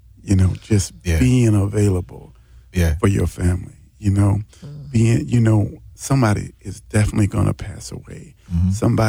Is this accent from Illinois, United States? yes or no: yes; Chicago, Illinois, United States; now in Milwaukee, United States; I was up here in Milwaukee, I'm originally from Chicago